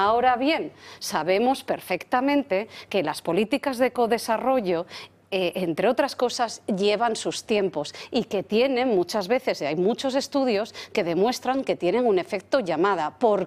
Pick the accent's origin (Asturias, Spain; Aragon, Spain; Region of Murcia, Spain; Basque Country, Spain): Asturias, Spain